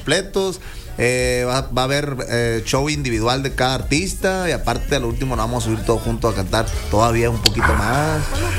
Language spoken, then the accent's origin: Spanish; Ciudad Obregón, Sonora, Mexico; born there; now in Mexicali, Mexico; yo radico ahí en Mexicali, ahí más que nada me crié en mi adolescencia, pero mis papás son de Obregón y toda mi infancia me crié en Obregón también.